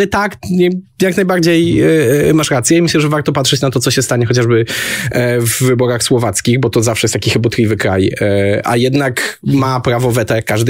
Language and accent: Polish; Wrocław, Lower Silesian Voivodeship, Poland; mimo że rzeczywiście pochodzę z Wrocławia i Odrę lubię i z Odrą mam dobre wspomnienia